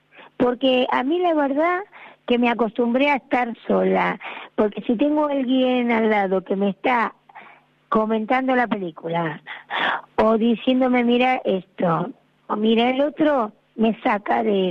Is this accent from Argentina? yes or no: yes; Argentina; moved away; also born or lived in Ibiza; somos dos argentinas, mi jefa y yo la vendedora.